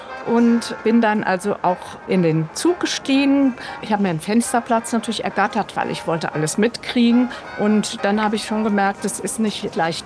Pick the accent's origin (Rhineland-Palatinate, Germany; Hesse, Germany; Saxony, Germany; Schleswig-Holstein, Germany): Hesse, Germany; Frankfurt am Main; born there; also born or lived in Stuttgart; bin am 2. September 1956 in Stuttgart geboren. Und mein Vater ist gebürtig aber aus Frankfurt und wollte dann wieder zurück. Und seitdem bin ich aus Frankfurt nicht mehr rausgekommen. Und dann wurde ich mit gerade 6 Jahren nach Grafenaschau im Gebiet Schweigen verschickt.